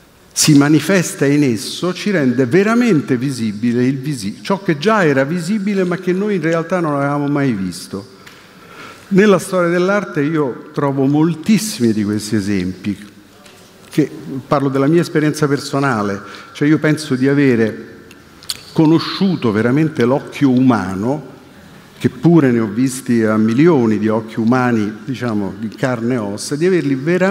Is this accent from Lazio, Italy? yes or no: yes; Rome, Lazio, Italy; Io che sono nato e vissuto a Roma e ho a lungo insegnato in istituti tecnici di periferia e poi per quasi 30 anni in carcere, so cosa sono i coatti romani.